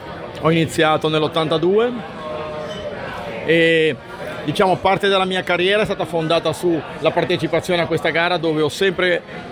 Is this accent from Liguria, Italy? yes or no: yes; Genoa, Liguria, Italy; E quindi sono di Genova